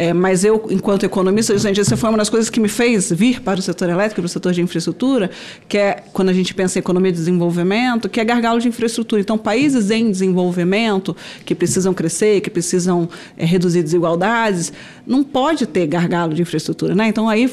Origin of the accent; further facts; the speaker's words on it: Brazil; eu acho que enquanto brasileiros, a gente pode se orgulhar do que são hoje esses setores